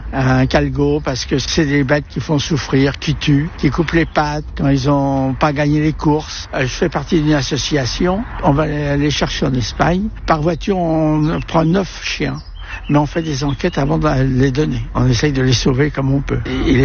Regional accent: Neuilly-sur-Seine, Île-de-France, France; born there; now in Duras, France; moi, je suis né à Neuilly. Je suis même pas à Bordeaux, je suis à Duras.

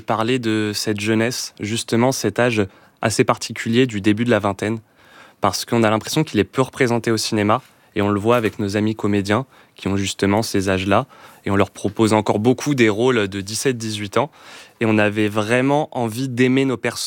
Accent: Nantes, Pays de la Loire, France; Alors nous, on vient de Nantes et depuis toujours, on est très attaché à la Bretagne en fait. Non, ce n'est pas en Bretagne, mais nos familles, on a nos grands-parents tous les deux en Bretagne, dans le nord et le sud.

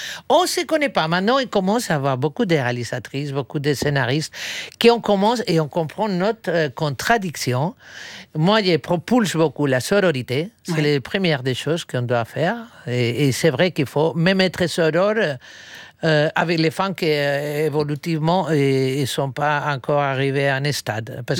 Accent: Palma, Balearic Islands, Spain; born there; French is a second language; moved away as an adult; moi, c'est de Palma, parce que je suis né à Palma de Mallorca.

